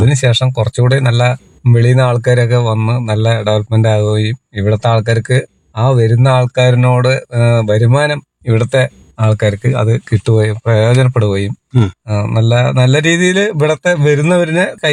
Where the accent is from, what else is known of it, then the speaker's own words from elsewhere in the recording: Edachera, Kerala, India; ആ, ജനിച്ചു വളർന്ന ഇവിടുന്ന് ഒരു എടച്ചറ പറഞ്ഞ സ്ഥലത്താണ് ഞാന് ജനിച്ചത്.